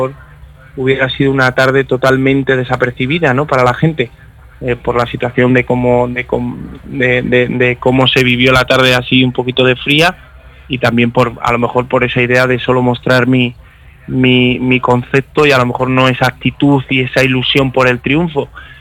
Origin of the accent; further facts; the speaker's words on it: Aranda de Duero, Castile and León, Spain; Yo soy morenito de Aranda, no soy morenito de Maracay. Soy de Burgos y es mi tierra.